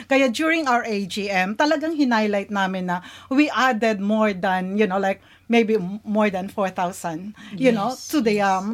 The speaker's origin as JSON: {"language": "Tagalog", "region": "Mindanao", "country": "Philippines", "moved": "yes", "said": "I'm from Mindanao"}